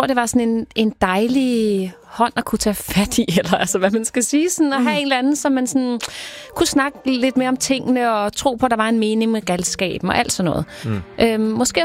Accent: Skovshoved, Capital Region of Denmark, Denmark; Jeg voksede op i Skovshoved. Jeg kunne godt lide at gå i Skovshoved kirke.

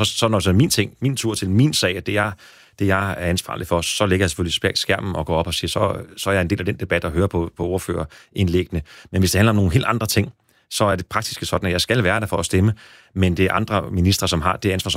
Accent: Næstved, Zealand, Denmark; da jeg var blevet konfirmeret, købte jeg et brugt stereoanlæg der hjemme på Kildemarksvej i Næstved.

